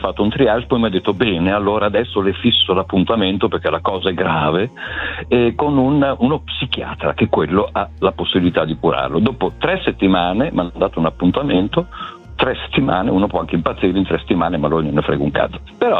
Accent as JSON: {"language": "Italian", "town": "Bologna", "region": "Emilia-Romagna", "country": "Italy", "said": "e alla fine, da buon bolognese, ho detto, pesante."}